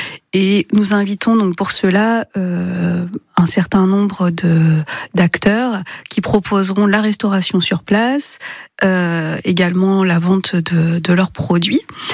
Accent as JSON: {"language": "French", "region": "western France", "country": "France", "moved": "as an adult", "lives_now": "Dijon, France", "said": "je venais pas de Dijon, moi j'étais de l'ouest de la France, donc je suis arrivée ici en même temps que mon stage."}